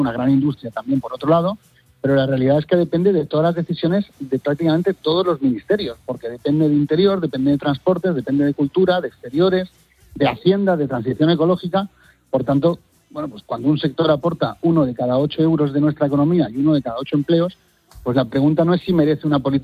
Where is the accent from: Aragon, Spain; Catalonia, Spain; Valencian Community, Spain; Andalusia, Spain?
Valencian Community, Spain; Benidorm; yo vengo de un lugar como es Benidorm. Soy natural de aquí, soy el mayor de la cuarta generación de una familia de empresarios turísticos de esta ciudad.